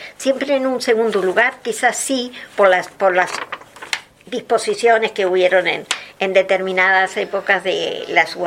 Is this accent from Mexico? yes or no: no; Uruguay; now in Canary Islands, Spain; los vocablos que usamos en Canarias se transmitieron en mi país, en Uruguay